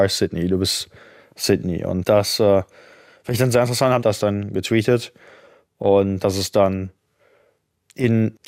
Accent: Essen, North Rhine-Westphalia, Germany; now in United States; Und ich bin ursprünglich aus Deutschland, aus Essen in Nordrhein-Westfalen und habe dann zuerst in München studiert.

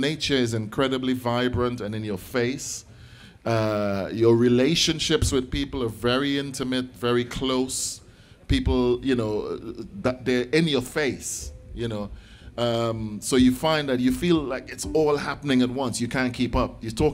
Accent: Trinidad & Tobago; So anyway, I'm from Trinidad, and there's something about life in the Caribbean and the experience of living in the Caribbean

